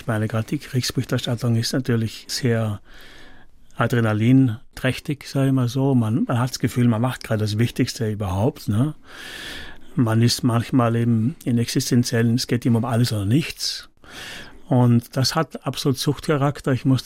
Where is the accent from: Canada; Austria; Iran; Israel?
Iran; Aber sicher, wir sind auch geprägt durch den starken, gerade im Iran, wo ich aufgewachsen bin, damals bundesdeutschen Tourismus, der war sehr stark.